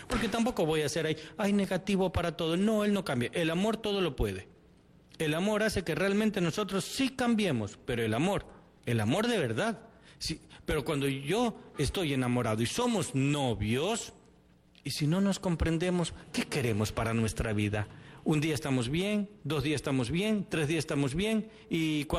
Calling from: Cuenca, Azuay, Ecuador; Buenos días con todos ustedes … de Cuenca.

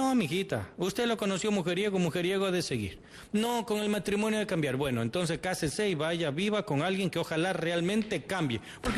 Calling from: Cuenca, Azuay, Ecuador; Buenos días con todos ustedes … de Cuenca.

